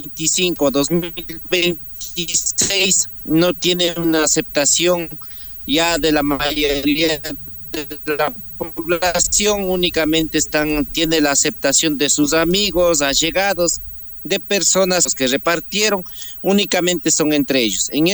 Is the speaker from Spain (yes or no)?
no; Ecuador; desde la comuna de Perapán, de donde soy yo.